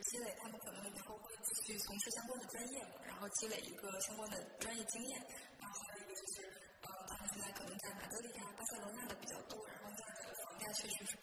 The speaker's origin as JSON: {"language": "Chinese", "region": "Beijing", "country": "China", "said": "我们家是北京的，"}